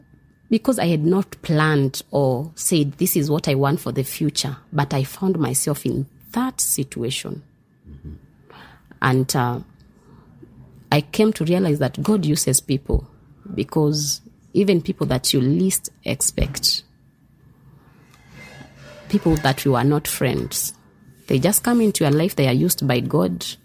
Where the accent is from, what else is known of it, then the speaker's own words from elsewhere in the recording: Tala, Machakos County, Kenya; I also have a small hotel in Tala, in my hometown